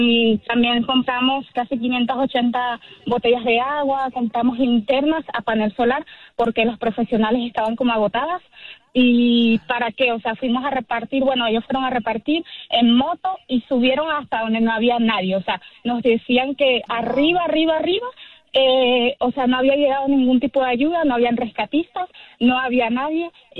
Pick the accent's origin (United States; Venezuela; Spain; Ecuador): Venezuela; Barcelona, Anzoátegui; yo soy de Barcelona y mi familia directamente no se vio afectada